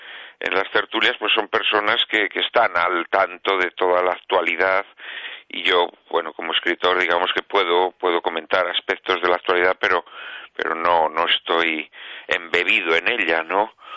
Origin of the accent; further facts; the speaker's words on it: Zamora, Castile and León, Spain; also born or lived in Basque Country; los dos somos de Zamora. Ella nacida allí, yo no nací allí porque mis padres emigraron al País Vasco, pero bueno, me he criado en Zamora, ¿no? O sea que a casi todos los efectos, menos a los efectos del dato que consta en el DNI, pues soy zamorano, soy zamorano de crianza